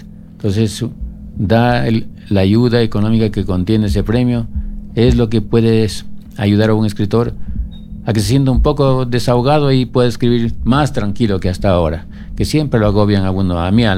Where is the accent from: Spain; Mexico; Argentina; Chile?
Spain; moved away as an adult; Vine yo de España recién graduado y recién casado